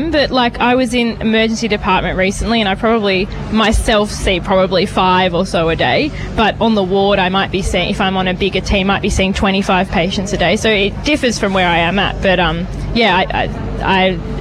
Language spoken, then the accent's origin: English; Launceston, Tasmania, Australia; I'm from Launceston.